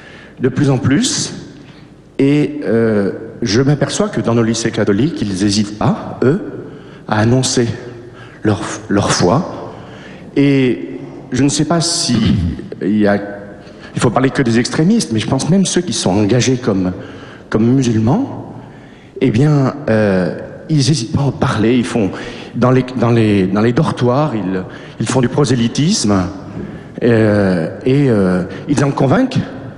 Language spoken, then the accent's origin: French; Clermont-Ferrand, Auvergne-Rhône-Alpes, France; Oui, bonjour, je ne suis pas de Grenoble, je suis de Clermont.